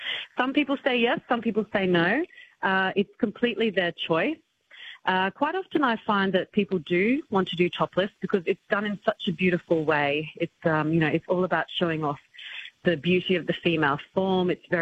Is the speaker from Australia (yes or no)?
yes; Australia; accent: Australian; now in France; No, still kept my accent, yes. I will. I work with a lot of Australians, so we can keep that going.